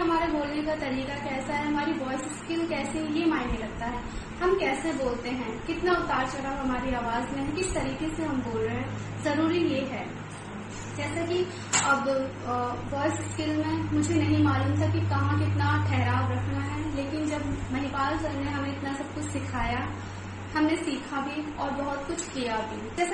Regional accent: Delhi, India; नमस्कार दोस्तों … और मैं दिल्ली से हूँ।

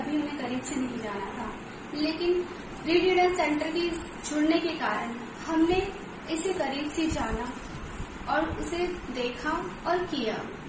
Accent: Delhi, India; और मैं दिल्ली से हूँ।

